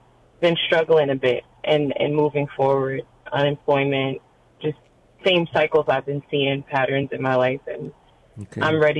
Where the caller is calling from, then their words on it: New York, United States; I'm calling from New York.